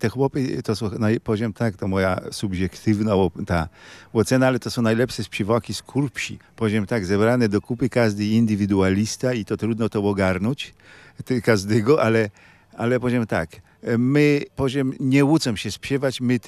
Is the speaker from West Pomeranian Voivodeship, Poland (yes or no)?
no; Krukowo, Masovian Voivodeship, Poland; ja pochodzę z Krukowa.